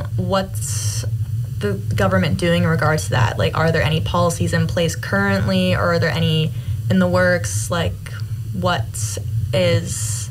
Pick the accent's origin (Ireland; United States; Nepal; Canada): Canada; moved away; All right, so I'm from Canada.